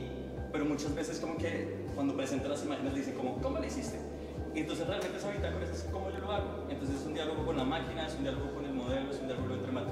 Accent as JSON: {"language": "Spanish", "region": "Bogotá", "country": "Colombia", "said": "soy de Bogotá, Colombia."}